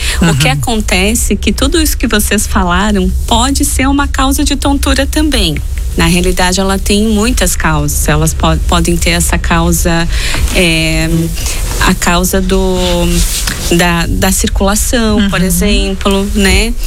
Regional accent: Blumenau, Santa Catarina, Brazil; moved away as an adult; now in Balneário Camboriú, Brazil; sou de Blumenau, natural de Blumenau, mas moro aqui na região há mais de 20 anos.

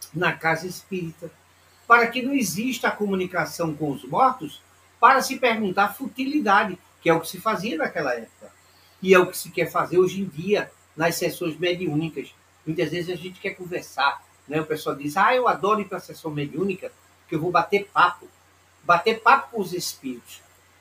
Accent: Alagoas, Brazil; accent: Nordestino; O sotaque nordestino é bem carregado, e a gente não esconde isso não, tá, gente? Nós somos nordestinos mesmo. Eu sou alagoano, … é pernambucana, nos encontramos

